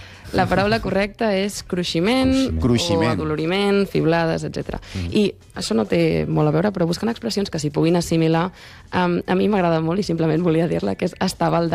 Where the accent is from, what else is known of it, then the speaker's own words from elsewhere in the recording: Catalonia, Spain; accent: Central Catalan; jo en el meu cas parlaré del meu dialecte, que és el català central.